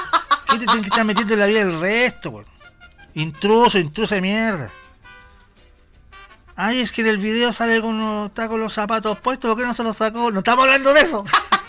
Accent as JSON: {"language": "Spanish", "country": "Chile", "said": "pues esto es Chile. No flipamos como los españoles nosotros."}